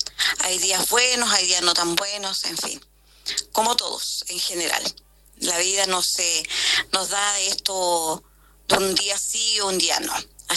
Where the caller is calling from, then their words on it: Quilicura, Santiago Metropolitan Region, Chile; de Quilicura.